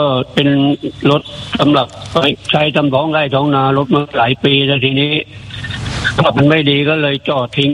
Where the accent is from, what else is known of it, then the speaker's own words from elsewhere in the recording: Suphan Buri, Thailand; born there; now in Nong Na Kham, Khon Kaen, Thailand; เกิดที่จังหวัดสุพรรณครับ